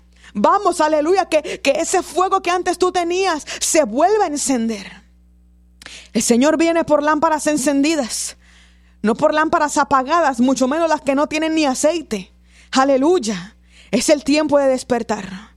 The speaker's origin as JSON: {"language": "Spanish", "town": "Río Bravo", "region": "Tamaulipas", "country": "Mexico", "said": "yo soy de México. Dios bendiga a los hermanos de Río Bravo que hablan aquí a Radio Vida, que escuchan, aleluya, cada predicación, cada palabra que se da a través de este medio. Yo soy de Río Bravo, aleluya."}